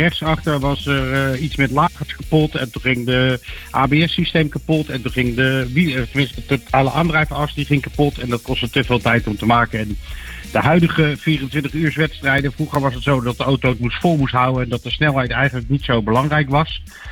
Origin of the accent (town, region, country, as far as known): Netherlands